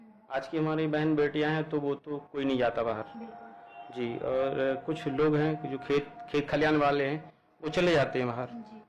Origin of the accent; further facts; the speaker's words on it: Niwari district, Madhya Pradesh, India; मैं ग्राम पंचायत जोगियाई से बिलोंग करता हूँ